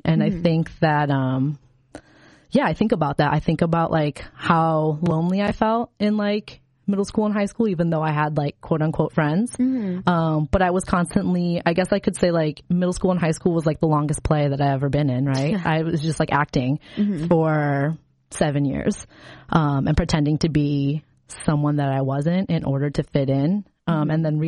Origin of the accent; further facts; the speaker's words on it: Chicago, Illinois, United States; also born or lived in Indiana, United States; Like I grew up in Chicago and we had moved to a rural, very rural town in Indiana.